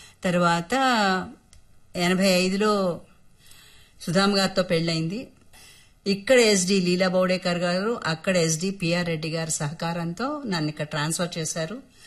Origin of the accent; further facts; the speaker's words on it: Kakinada, Andhra Pradesh, India; born there; moved away as an adult; also born or lived in Kadapa / Vijayawada / Hyderabad; మా ఊరు కాకినాడ